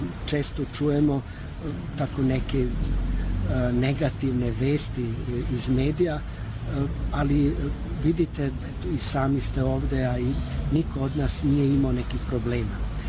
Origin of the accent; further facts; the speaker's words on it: Kosovo; born there; ja sam rođen na Kosovu, tako da, to je meni dolazak da osjeti miris lepote naših korena.